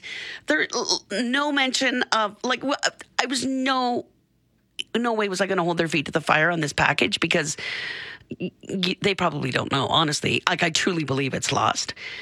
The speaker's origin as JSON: {"language": "English", "country": "Canada", "said": "I get it. I'm just a Canadian girl. I just like a little bit cooler."}